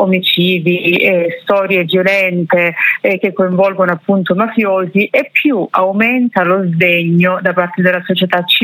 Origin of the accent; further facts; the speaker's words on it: Cinquefrondi, Calabria, Italy; un comune vicino al mio, lei viveva a Laureana di Borrello e io sono di Cinquecronica, quindi parliamo di 10 chilometri di distanza